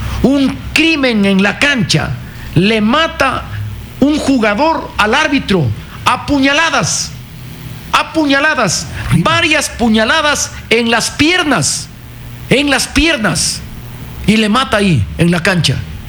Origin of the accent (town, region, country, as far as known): Ecuador